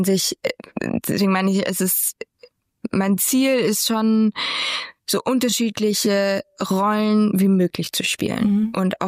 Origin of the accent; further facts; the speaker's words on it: Germany; ich bin aus Deutschland